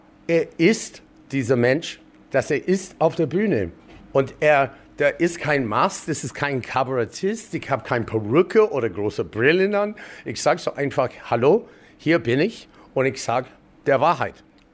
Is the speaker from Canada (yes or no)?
yes; Canada; German is a second language; now in Germany; ich als Kanadier, scheißegal, ich bin hier so lang